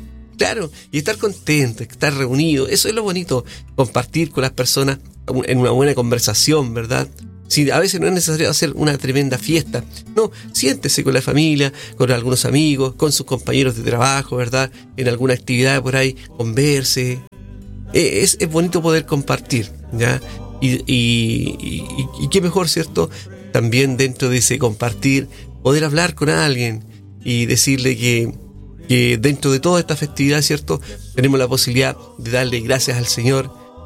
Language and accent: Spanish; Chile; Brindo por Chile, por mi Chile querido, por mi pueblo y su alegría.